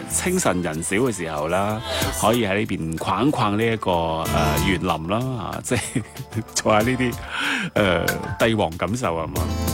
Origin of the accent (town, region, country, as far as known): Guangdong, China